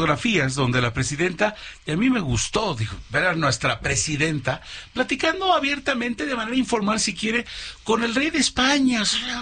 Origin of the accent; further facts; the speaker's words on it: Mexico; Ahí es donde ganamos como mexicanos.